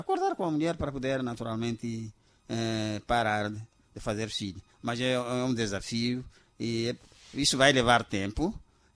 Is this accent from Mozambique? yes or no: yes; Mozambique; da nossa união como moçambicanos